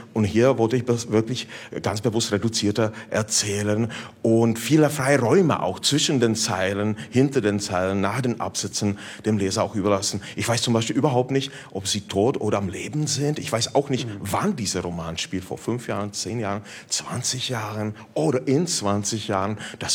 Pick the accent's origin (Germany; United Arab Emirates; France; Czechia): Czechia; Northeast Bohemia; German is a second language; Also als Tscheche, ich komme eben aus Nordostböhmen, dann spreche ich natürlich ja nicht nur Tschechisch und Deutsch, aber auch einigermaßen sehr, sehr gut Polnisch.